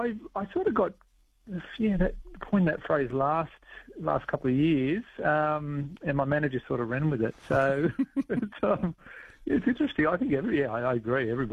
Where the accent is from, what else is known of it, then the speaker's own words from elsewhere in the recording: Batemans Bay, New South Wales, Australia; also born or lived in Canberra; When I was about 15, I saw Jim Owen in my hometown, Batemans Bay, and that kind of planted a seed